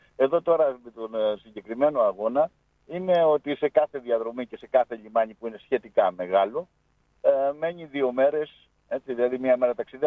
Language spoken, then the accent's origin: Greek; Samos, North Aegean, Greece; το νησί μου τώρα δεν τη βλέπεις σε 3 μέρες